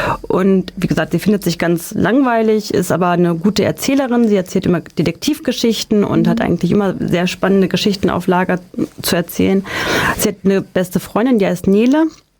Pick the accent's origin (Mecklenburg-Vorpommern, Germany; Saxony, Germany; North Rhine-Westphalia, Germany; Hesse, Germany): Hesse, Germany; Neu-Eichenberg; komme aus Neu-Eichenberg.